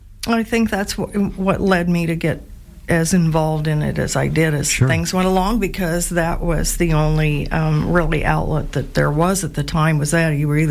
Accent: Washington, United States; also born or lived in Phoenix, Arizona; I actually grew up in Washington, north of here, for quite a while, and then I lived in Phoenix, Arizona, for a long period of time as well.

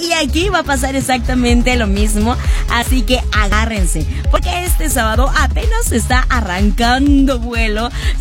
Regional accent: Mexico; somos los mexicanos

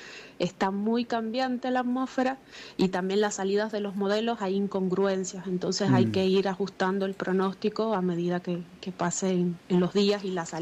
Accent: Cuba; moved away; muy reconocida en Cuba y es de mi pueblo.

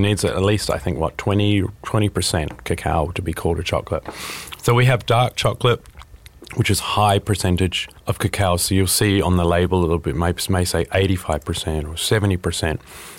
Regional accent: New Zealand; I say kumara because I'm from New Zealand and that's what we call it.

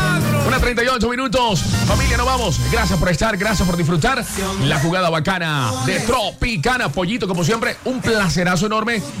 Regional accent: Caribbean Region, Colombia; Chiste de mi tierra, de costeño, chiste de costeño.

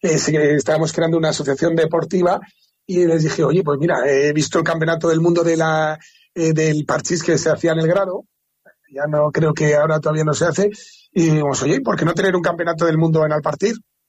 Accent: La Almunia de Doña Godina, Aragon, Spain; que yo soy de la Almunia

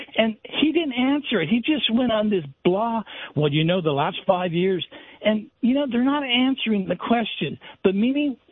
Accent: Sunnyvale, California, United States; And I'm from Sunnyvale, and the gentleman from Sunnyvale, his net worth is

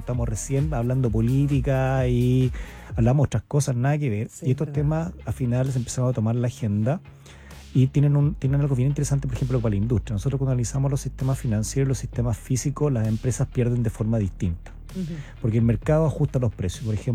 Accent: Iquique, Tarapacá, Chile; yo soy de Iquique

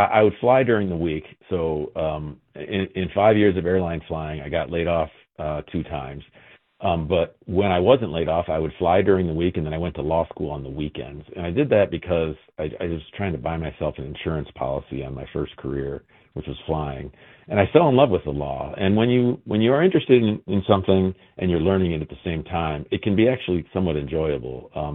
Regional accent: Kalamazoo, Michigan, United States; born there; I was born in Kalamazoo. My dad was an immigrant and my mom was a poor kid from Battle Creek

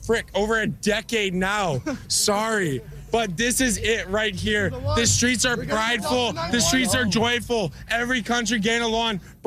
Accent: Langley, British Columbia, Canada; it was the first time ever I watched it in my hometown of Langley, where I heard car horns run out of air.

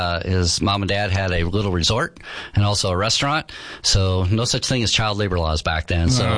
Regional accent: Lake of the Ozarks, Missouri, United States; now in Yuma, United States; Well, I'm from the Midwest, Missouri specifically. So I grew up at a place called Lake of the Ozarks

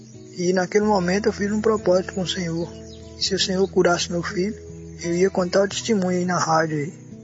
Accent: Bahia, Brazil; eu sou daqui do município de Ribeirão do Ar, na Bahia.

